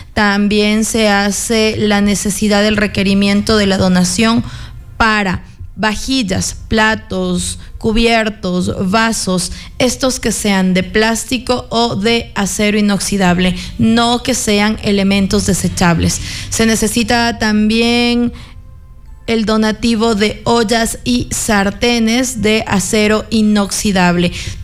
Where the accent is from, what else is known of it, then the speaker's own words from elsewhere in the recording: Riobamba, Chimborazo, Ecuador; todos quienes somos parte de la Sultana de los Andes, de la provincia de Chimborazo